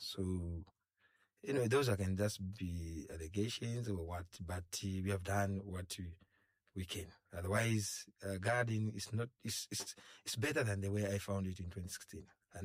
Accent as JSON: {"language": "English", "town": "Lusaka", "region": "Lusaka Province", "country": "Zambia", "tie": "born or raised there", "said": "Yeah, I was born from Mandevu constituency, near Inchpata compound, near Katete Tavern there. That's where I grew up."}